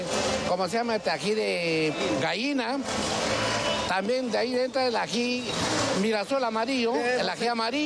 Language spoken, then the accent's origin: Spanish; Huancayo, Junín, Peru; De mi tierra, de Huancayo, papá, directamente de Zapayanga.